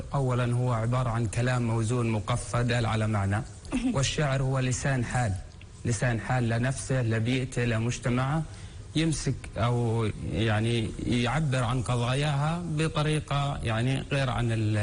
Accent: Palestine; accent: Bedouin dialect; إحنا كشعب فلسطيني خاصة الشريحة البدوية

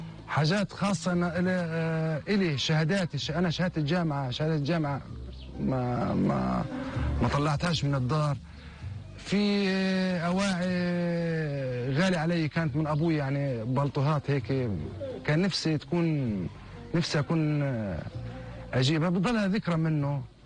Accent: Palestine; also born or lived in Iraq / Tunisia; هذه كنت احطها هيك اقول لاولادي هذه كنا عايشين عليها كفلسطينيه، هذه وثيقه مش جواز سفر

